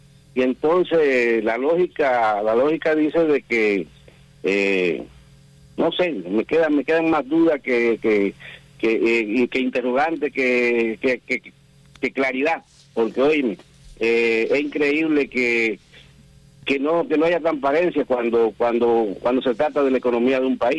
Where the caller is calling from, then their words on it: Cuba; soy del Oriente